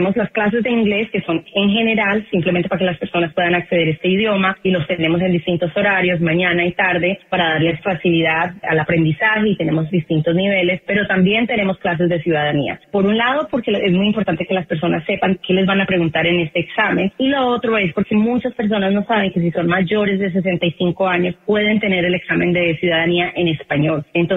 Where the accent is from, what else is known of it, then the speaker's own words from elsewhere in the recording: Colombia; now in United States; soy colombiana, los colombianos seguimos siendo ciudadanos colombianos, así nos hagamos ciudadanos estadounidenses.